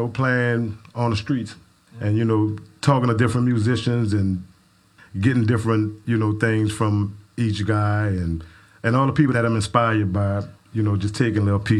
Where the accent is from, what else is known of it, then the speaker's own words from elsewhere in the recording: New Orleans, Louisiana, United States; We all was born and raised in the Treme.